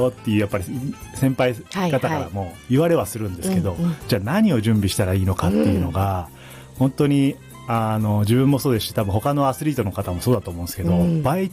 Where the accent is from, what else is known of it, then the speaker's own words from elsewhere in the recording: Gunma, Japan; で2020年にまた群馬に戻ってくるんですけど、